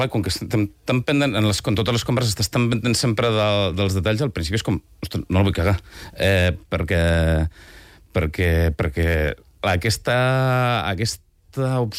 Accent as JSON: {"language": "Catalan", "region": "Catalonia", "country": "Spain", "said": "jo sóc de Ponent"}